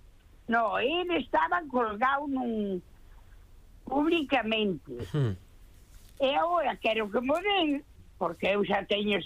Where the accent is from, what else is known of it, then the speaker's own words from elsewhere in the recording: Santiago de Compostela, Galicia, Spain; somos de Santiago, traballamos...